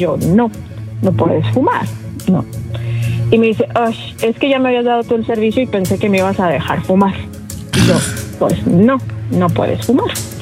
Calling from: Puerto Vallarta, Jalisco, Mexico; De Puerto Vallarta.

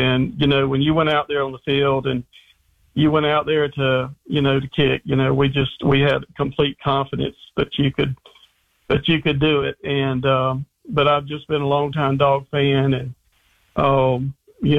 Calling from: Juliette, Georgia, United States; Down in Juliet, Georgia.

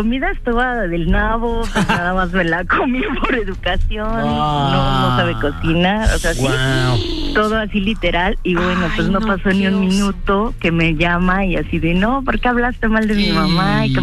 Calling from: Mexico City, Mexico; De la delegación Cuauhtémoc.

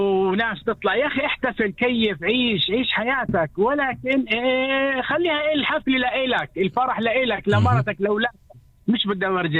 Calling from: Bir al-Maksur, Northern District, Israel; أنا من بير المكسور.

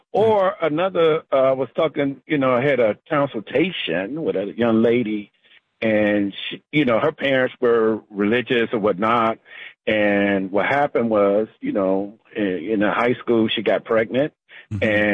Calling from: Brandywine, United States; I'm just calling from Brandywine.

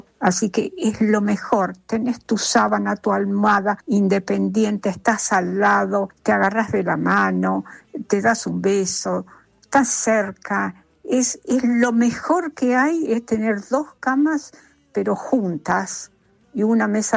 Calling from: Palermo, Buenos Aires, Argentina; de Palermo.

